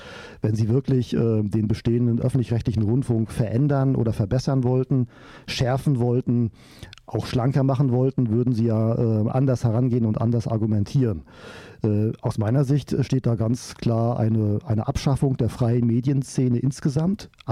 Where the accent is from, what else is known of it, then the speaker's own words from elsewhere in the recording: East Germany, Germany; Ich bin auch in der DDR aufgewachsen. Die ersten 18 Lebensjahre durfte ich in diesem Land verbringen.